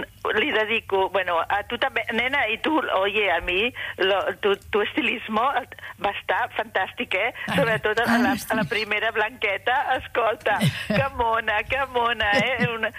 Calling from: Barcelona, Catalonia, Spain; soc de la Barceloneta

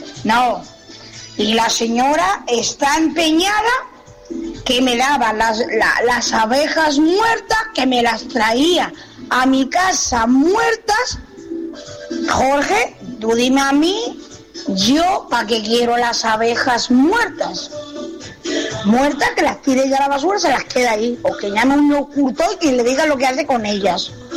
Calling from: Santa Lucía de Tirajana, Canary Islands, Spain; la de Casa Pastores.

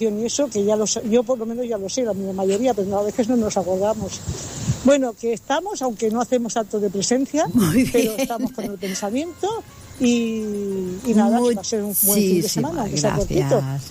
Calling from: Castelldefels, Catalonia, Spain; de Castelldefels, si no lo he dicho.

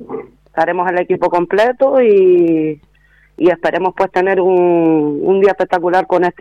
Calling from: Las Palmas de Gran Canaria, Canary Islands, Spain; soy una oyente de Las Palmas.

